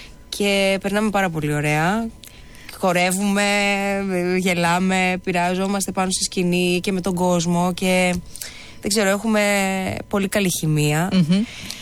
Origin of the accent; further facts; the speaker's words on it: Ikaria, North Aegean, Greece; είμαστε εγώ από την Ικαρία, εκείνος από την Κρήτη.